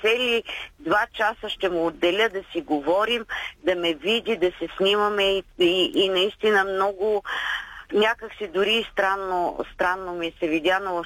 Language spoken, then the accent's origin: Bulgarian; Gotse Delchev, Blagoevgrad Province, Bulgaria